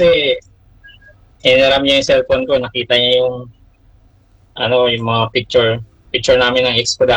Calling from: Antipolo, Calabarzon, Philippines

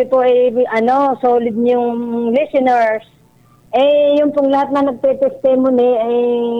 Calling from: Ibaan, Calabarzon, Philippines; Taga Ibaan po, taga Ibaan.

